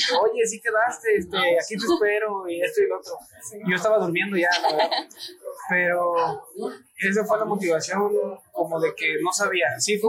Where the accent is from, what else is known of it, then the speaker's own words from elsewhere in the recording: Zaragoza, Puebla, Mexico; Yo soy originario de un pueblo que se llama Zaragoza, Puebla, al noroeste de la capital poblana